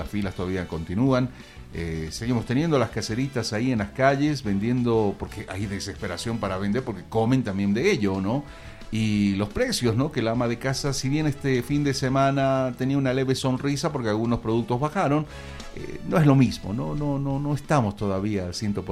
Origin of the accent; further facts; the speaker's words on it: Bolivia; acá todos somos los bolivianos